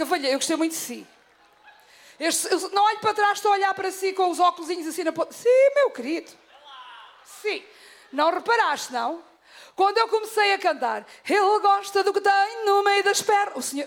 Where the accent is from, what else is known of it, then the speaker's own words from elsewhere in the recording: Pegões Velhos, Setúbal, Portugal; Santo Isidro de Pegões, isso é agora, meu querido, porque Pegões Velhos é a minha terra.